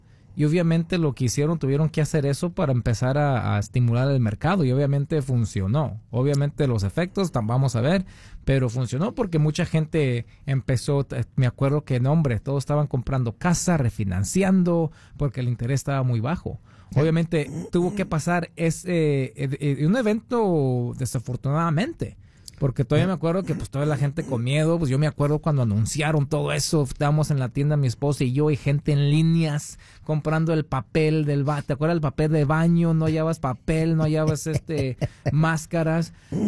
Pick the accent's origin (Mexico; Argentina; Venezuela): Mexico; Jaral del Progreso, Guanajuato; Yo soy de ahí. Soy de cerca de, está cerca de Celaya, Guanajuato.